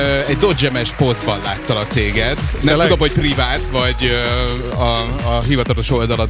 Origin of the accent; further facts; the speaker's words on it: Tata, Komárom-Esztergom, Hungary; Mindig ugyanazok a dodge-emesek jöttek, én tatai vagyok, és tatára ezek a dodge-emesek jöttek.